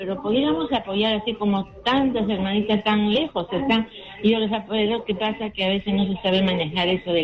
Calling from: Lima, Peru; Yo de Barranco.

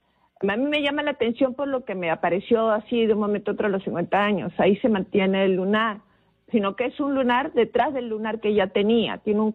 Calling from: Lima, Peru; Buenos días … como dijeron, pero me llamo desde San Juan de Miraflores.

